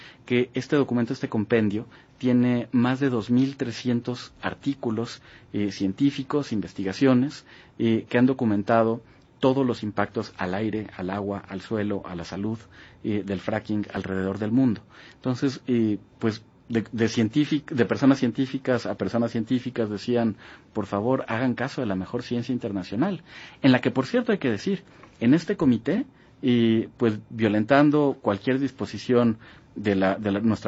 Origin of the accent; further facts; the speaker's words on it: Mexico; Imaginemos que cada mexicano, de los más de 120 millones que somos, cada mexicano tuviera que poner una pipa y media de 10.000 litros cada una.